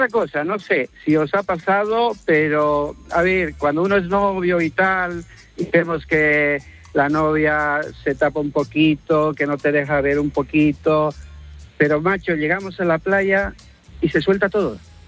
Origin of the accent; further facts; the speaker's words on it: Bolivia; now in Marbella, Spain; No, no esperaba soy yo boliviano, para esta tarde.